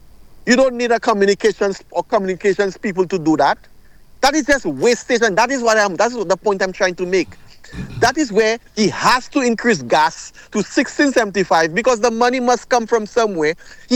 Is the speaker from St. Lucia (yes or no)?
yes; Castries, St. Lucia; I grew up in Marshall